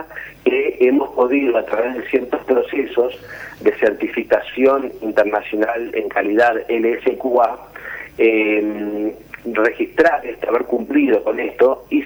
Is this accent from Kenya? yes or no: no; Uruguay